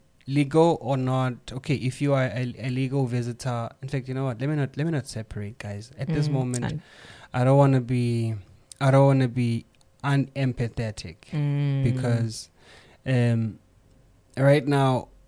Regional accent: South Africa; When I, as a South African

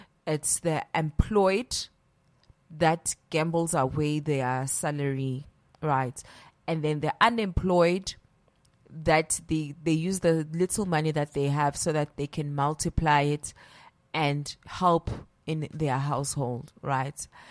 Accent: Soweto, Gauteng, South Africa; I'm from Deep Kloof

